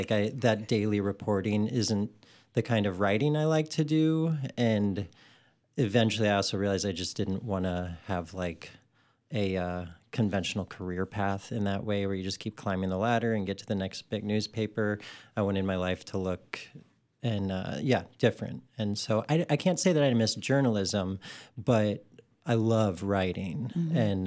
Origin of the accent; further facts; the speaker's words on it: St. Louis, Missouri, United States; moved away as an adult; now in Viroqua, United States; I grew up in St. Louis, Missouri.